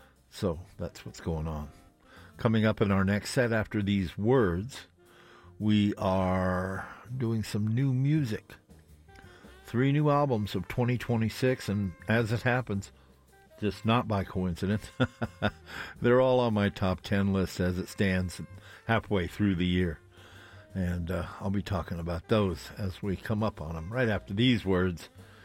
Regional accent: Colorado, United States; I'm probably saying that really badly because I'm from Colorado and not Paris.

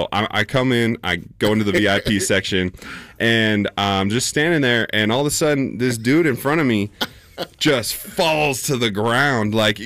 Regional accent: Denver, Colorado, United States; But, you know, I'm born and raised in Denver from here. Went to Thomas Jefferson High School, go Spartans.

